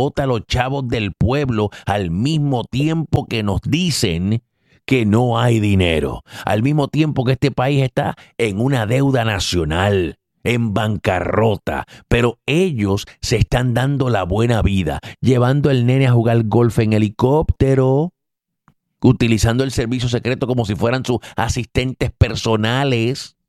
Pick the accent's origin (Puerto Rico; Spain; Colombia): Puerto Rico; Caguas; como dicen, en mi pueblo dicen, ¡qué mamey! Allá en Caguas dicen, ¡qué mamey!